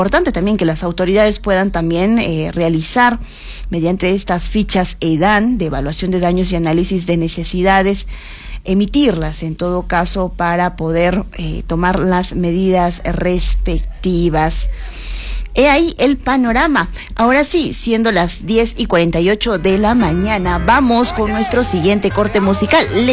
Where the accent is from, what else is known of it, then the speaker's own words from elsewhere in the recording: Arequipa, Peru; nosotros como buenos arequipeños